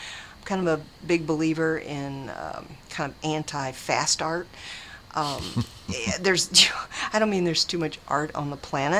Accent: Louisville, Kentucky, United States; moved away as an adult; now in southern Indiana, United States; Born and raised in Louisville, but I'm currently in southern Indiana, which is only 20 minutes from downtown Louisville.

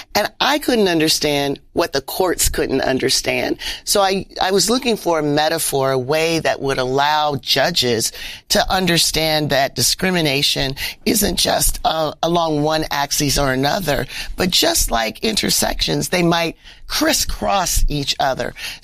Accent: Canton, Ohio, United States; born or raised there

